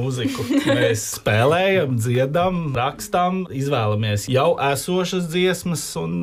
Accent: Riga, Latvia; Es esmu tētis ģimenes … Mēs paši esam no Vecmilgrāvi, te padās Rīga, pie jūra.

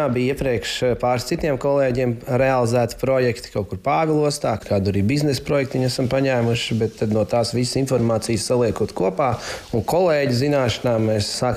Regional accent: Ragana, Sigulda Municipality, Latvia; es esmu tepatās gan no Raganas, un arī šeit, kur mēs šobrīd dzīvojam, es esmu diezgan liela daļa bērnības, arī vasaras dienas pavadījuši tieši šeit, pie šī ezera

